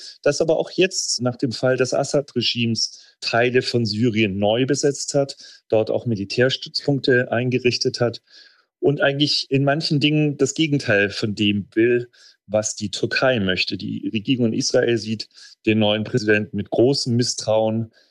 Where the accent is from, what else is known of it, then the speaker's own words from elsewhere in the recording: Germany; Naja, ich als Deutsche sehe seit Jahren, wie schwierig es ist, in Deutschland eine Bahnstrecke zu bauen oder einen Bahnhof zu bauen.